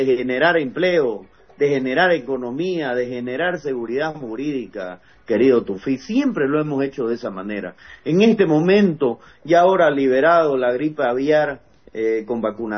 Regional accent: Santa Cruz, Bolivia; Nuestra vocación como cruceño, como productores, es la producción

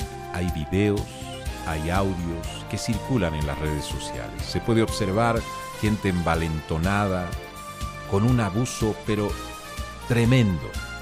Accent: Bolivia

